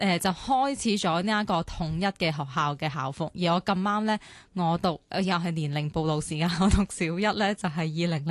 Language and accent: Cantonese; Shenzhen, Guangdong, China; born there; moved away; 我以前深圳读书嘅小学嘅时候